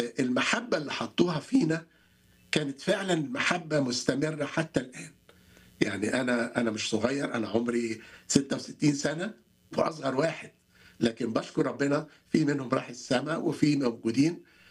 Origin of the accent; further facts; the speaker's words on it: Egypt; فانا اتولدت فعلا في مصر وكنت موجود معاهم دايما في الكنيسه في ايام الاحد، وكنا بنروح مدارس الاحد وبنتعلم عن التربيه المسيحيه من صغرنا.